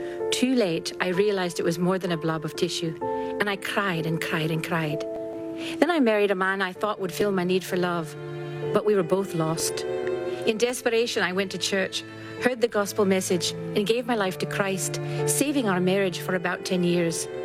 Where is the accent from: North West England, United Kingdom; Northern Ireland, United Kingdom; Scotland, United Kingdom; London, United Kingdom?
Scotland, United Kingdom; I was born and raised in Scotland.